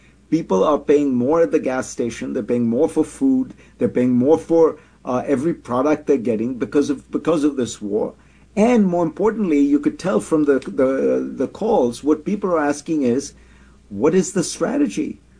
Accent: United States

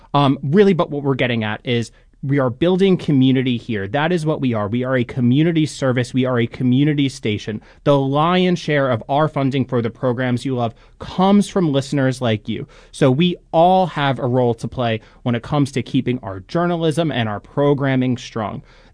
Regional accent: New York, United States; now in St. Louis, United States; also outed me as a New Yorker, but I am very, very, very grateful to be here in St. Louis.

